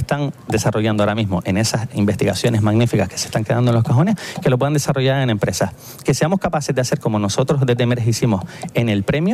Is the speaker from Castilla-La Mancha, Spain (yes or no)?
no; Canary Islands, Spain